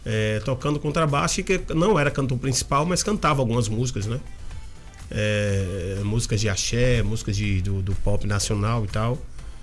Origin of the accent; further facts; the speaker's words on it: Bahia, Brazil; Mas eu sou da Mangabinha.